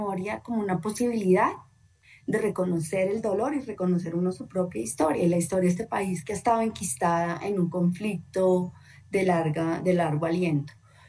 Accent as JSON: {"language": "Spanish", "country": "Colombia", "said": "nuestro ciclo vital como colombianos y colombianas."}